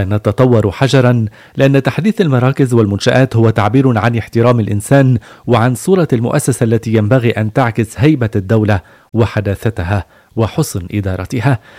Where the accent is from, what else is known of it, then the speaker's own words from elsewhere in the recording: Lebanon; نحن أبناء لبنان، وفخرنا وعزنا وشرفنا أن نخدمه ونصون مؤسساته ونحمي مسيرته